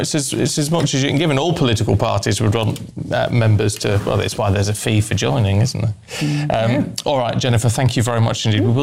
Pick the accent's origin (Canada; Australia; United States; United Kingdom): United Kingdom; Maybe it's just me being too British, but it feels very American